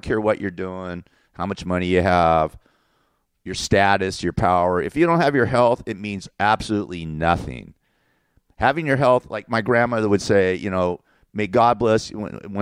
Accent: Los Angeles, California, United States; I'm from Los Angeles. I'm an Angeleno. I want to get back home and try to help save my city, for Christ's sake.

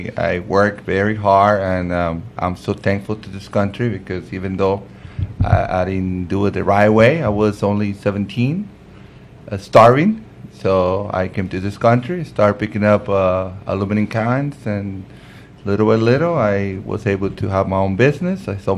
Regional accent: Sinaloa, Mexico; English is a second language; now in United States; Of course, man. I'm from Sinaloa.

